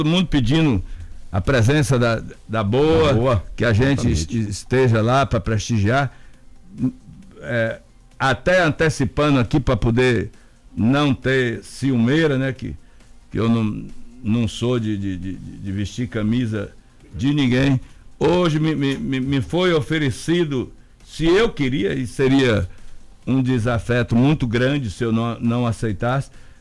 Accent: Itabuna, Bahia, Brazil; born there; eu nasci no São João, na São João, em número 17.

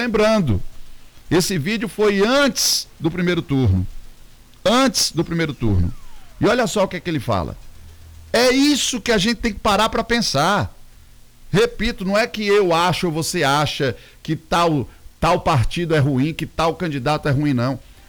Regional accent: Bahia, Brazil; eu sou baiano e nordestino

